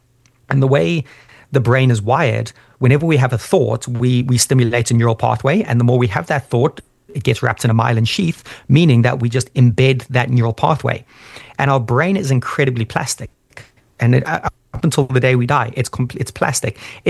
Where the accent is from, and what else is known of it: Zimbabwe; born or raised there